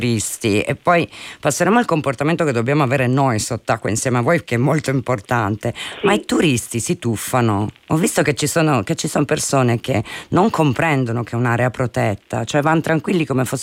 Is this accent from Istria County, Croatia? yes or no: yes; Istria County, Croatia; Beh, io lo faccio normalmente anche quando vado a nuotare in Istria dalle mie parti